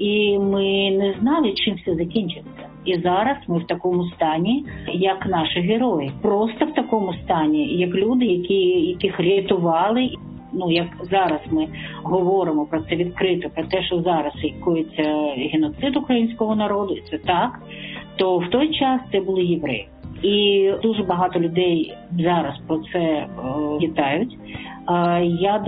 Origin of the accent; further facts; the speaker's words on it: Odesa, Odesa Oblast, Ukraine; born there; Я народилась в Одесі.